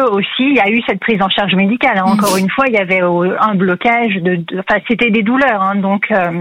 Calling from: Rouen, Normandy, France; De Rouen.

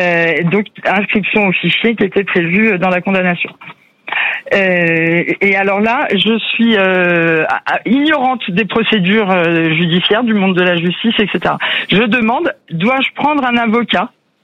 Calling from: Massif Central, France; Alors moi j'habite dans le Massif central maintenant.

